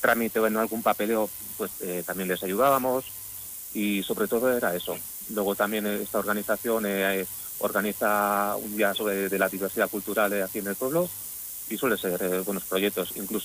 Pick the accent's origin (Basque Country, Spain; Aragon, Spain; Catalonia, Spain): Basque Country, Spain; Aramaio; Yo soy de Aramayo.